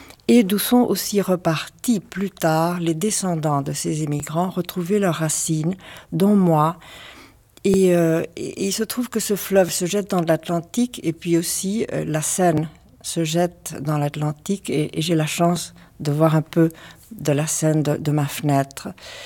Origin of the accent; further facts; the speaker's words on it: Argentina; now in France; lorsque je suis arrivée d'Argentine, je considère que j'appartiens au Rio de la Plata, qui est ce fleuve qui sépare l'Uruguay de l'Argentine. D'un côté, c'est le pays de ma mère, de l'autre côté, c'est le pays de mon père et de beaucoup d'émigrants. Les parents de mon père étaient des émigrants